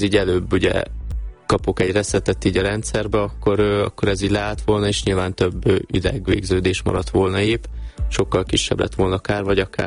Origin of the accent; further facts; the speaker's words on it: Nagyváty, Baranya, Hungary; ugye a apukám maradt otthon a bátyámmal, ugye Pécs mellett, Nagyvátyon, uh-huh. Ugye a szülőfalumba